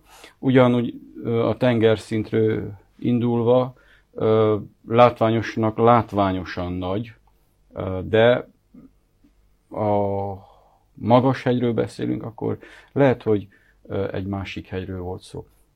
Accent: Magyardécse, Bistrița-Năsăud, Romania; hiszen én magam is, ahogy korábbi műsorban elmondtam, egy kisebb hegyen nőttem fel, Magyar Décsében.

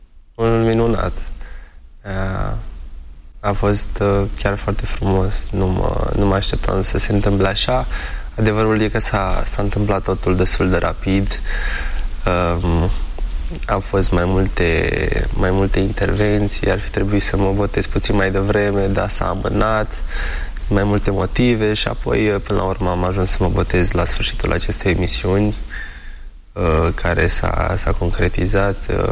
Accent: Buciumeni, Dâmbovița, Romania; also born or lived in Pucioasa / Fieni; eu m-am născut în Pucioasa, apoi am stat, din câte mi-aduc aminte, o perioadă în Fieni, care este lângă Pucioasa, și apoi ne-am mutat, avem o casă bătrânească în Buciumeni, în localitatea Buciumeni.

